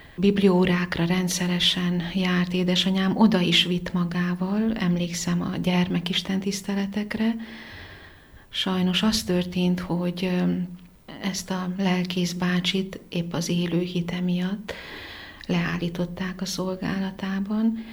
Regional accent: Zalău, Sălaj, Romania; abban a városban, ahol születtem és gyerekkoromat is töltöttem, Zilahon

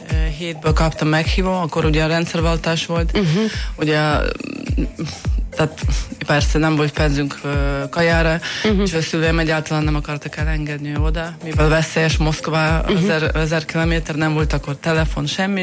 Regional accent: Russia; moved away as an adult; also born or lived in Moscow; now in Hungary; Oroszországban születtem, kis faluba, a Szentpétervártól hát 280 kilométer

